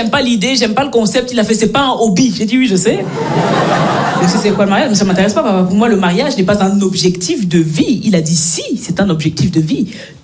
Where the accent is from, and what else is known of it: Belgium; born or raised there